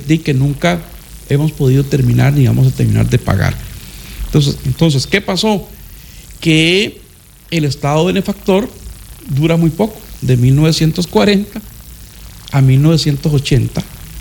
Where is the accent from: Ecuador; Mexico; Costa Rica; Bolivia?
Costa Rica; Ese ser costarricense creo que lo hemos mantenido